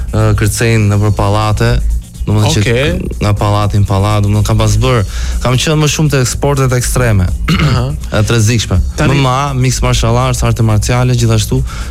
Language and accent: Albanian; Tirana, Tirana County, Albania; në Tiranë, gjithashtu babai im, por me origjinë gjyshi ka ardhur nga Përmeti, është përmetar, ka ardhur i vogël.